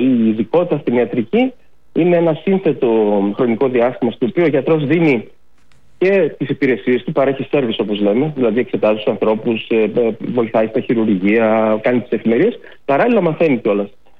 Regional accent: Greece; moved away as an adult; Έλληνες είμαι, εδώ γεννήθηκα, εδώ με το ελληνικό κράτος με σπούδασε στο ελεύθερο δημόσιο πανεπιστήμιο. Ήθελα και εγώ να γυρίσω

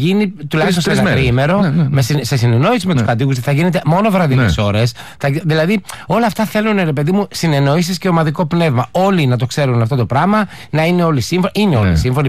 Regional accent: Apeiranthos, Naxos, South Aegean, Greece; Δεν ξέρω αν έχετε πάει στην Απύραμυθο να πάτε, που είναι το χωριό μου, που είναι ωραιότατο νησί.

